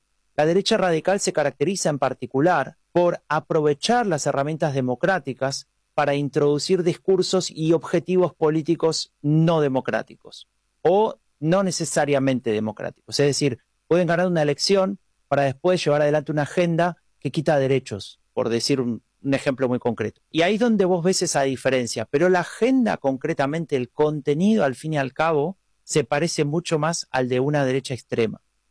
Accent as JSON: {"language": "Spanish", "country": "Argentina", "said": "Yo soy argentino, entonces también entiendo que esas diferencias de derecha e izquierda a veces cuesta utilizarlas para explicar problemas del día a día, ¿no?"}